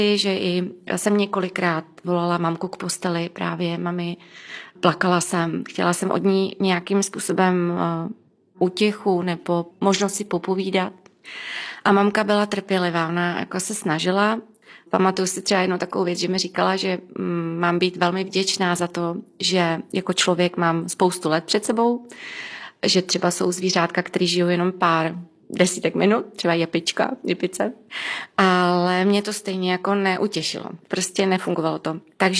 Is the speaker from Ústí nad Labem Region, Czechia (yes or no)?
yes; Duchcov, Ústí nad Labem Region, Czechia; blízko města, kde bydlím, já jsem z Duchcova